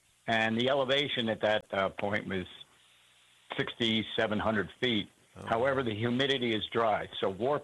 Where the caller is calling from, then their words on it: Montana, United States; I'm calling you from Montana